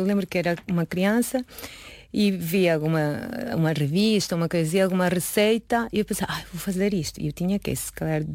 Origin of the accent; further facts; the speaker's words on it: Yucatán, Mexico; Portuguese is a second language; moved away as an adult; also born or lived in Argentina; now in Portugal; no México, bem, eu sou de Yucatán, que é a província